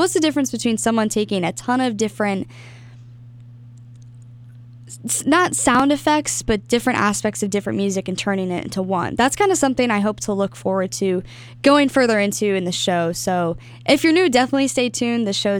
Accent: Boston, Massachusetts, United States; moved away; I mean, as a Bostonian, fellow New Englander

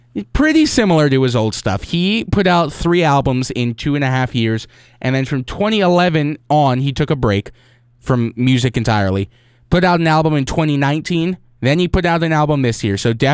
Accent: Baltimore, Maryland, United States; I know I'm from Baltimore

